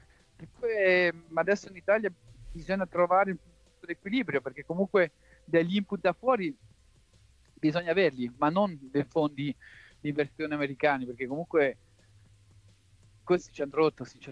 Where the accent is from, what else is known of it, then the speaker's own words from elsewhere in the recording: Geneva, Switzerland; io sono cresciuto a Ginevra